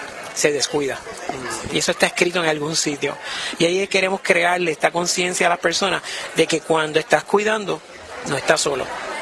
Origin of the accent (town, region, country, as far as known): Aguada, Puerto Rico